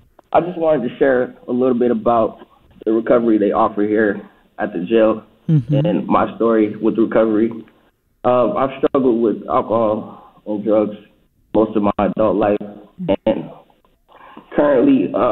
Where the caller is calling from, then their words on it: Mankato, Minnesota, United States; I'm currently incarcerated at the Blue Earth County Jail in Mankato, Minnesota.